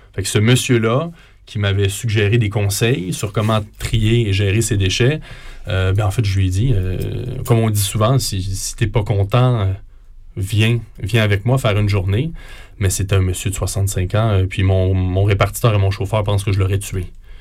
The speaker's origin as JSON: {"language": "French", "region": "Quebec", "country": "Canada"}